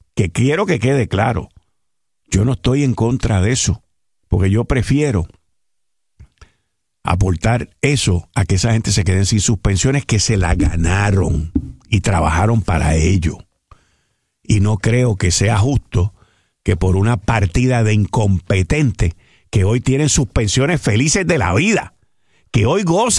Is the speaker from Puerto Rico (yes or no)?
yes; Puerto Rico; conociendo como somos nosotros los boricuas